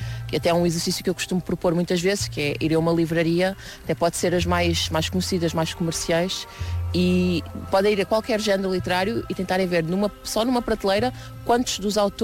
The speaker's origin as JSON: {"language": "Portuguese", "country": "Portugal", "said": "que eu, além de portuguesa, também sou angolana e cabo-verdiana, por parte dos meus pais."}